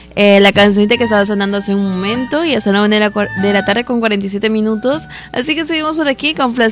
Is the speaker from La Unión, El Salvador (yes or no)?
yes; Pasaquina, La Unión, El Salvador; born there; las lindas personas que nos escuchan desde Pasaquina, o sea, desde mi pueblito, desde ahí, de gente trabajadora.